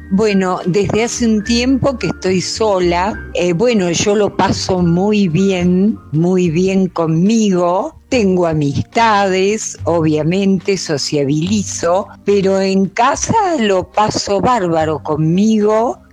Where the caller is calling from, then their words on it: Palermo, Buenos Aires, Argentina; de Palermo.